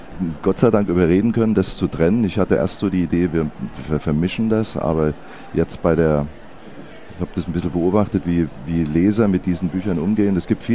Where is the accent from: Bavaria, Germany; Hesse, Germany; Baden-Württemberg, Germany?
Hesse, Germany; Frankfurt; willkommen, gleichfalls in meiner Heimatstadt Frankfurt.